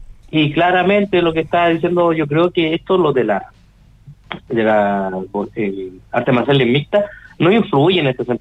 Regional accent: Santiago, Santiago Metropolitan Region, Chile; now in Antofagasta, Chile; yo soy de Santiago, yo llevo 20 y tantos años viviendo acá

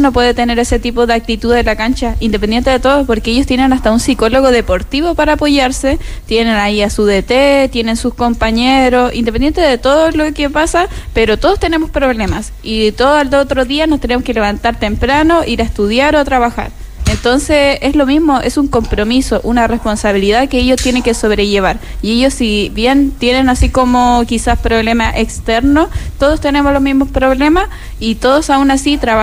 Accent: Mejillones, Antofagasta, Chile; no es mi ciudad, porque yo soy de Mejillones, pero... no sé, yo amo mi región y amo el norte

